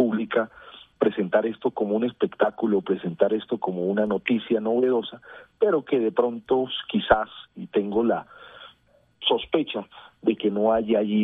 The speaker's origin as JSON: {"language": "Spanish", "town": "Barranquilla", "region": "Atlántico", "country": "Colombia", "said": "Mire, yo soy barranquillero"}